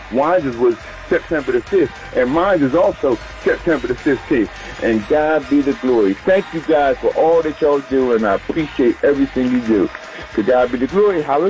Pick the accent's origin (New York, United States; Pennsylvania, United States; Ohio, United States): Pennsylvania, United States; Chester; now in Philadelphia, United States; I'm calling from Philadelphia, PA … Now I live in Philly